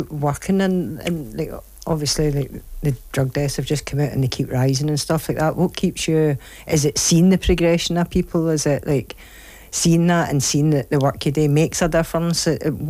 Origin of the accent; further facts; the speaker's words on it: Stranraer, Scotland, United Kingdom; It's like, I grew up in Stranraer and I've been down there with Rod for Borders and Recovery, help get something started down there.